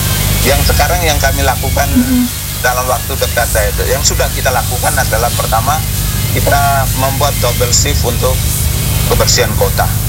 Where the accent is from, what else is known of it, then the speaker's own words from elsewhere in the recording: Ende, East Nusa Tenggara, Indonesia; citra diri kita, jati diri kita sebagai orang Ende yang bertanggung jawab terhadap kebersihan kota.